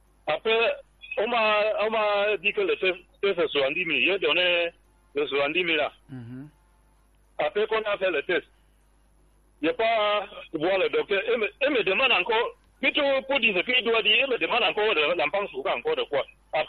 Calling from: Cameroon; Je suis à Mangué.

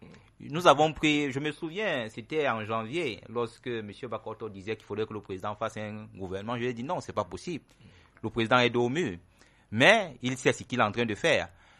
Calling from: Cameroon; en tant que Camerounais

